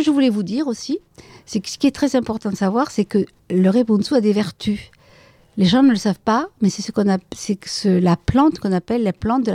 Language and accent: French; Gagnac, Occitanie, France; Moi, je suis née à Gagnac, j'y ai vécu, j'en suis guère partie puisque j'ai fait à peine le tour de l'église, hein, puisque j'y habite, nous y habitons.